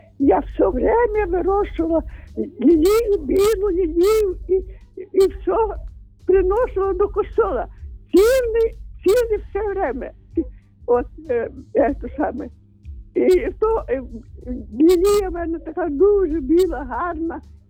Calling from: Rivne, Rivne Oblast, Ukraine; Я з Рівно

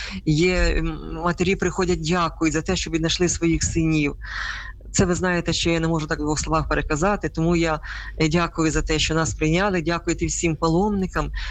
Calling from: Ivano-Frankivsk, Ivano-Frankivsk Oblast, Ukraine; Так, я з Івано-Франківська, знаходжуся на парафії Римо-католицької церкви Христа Царя.

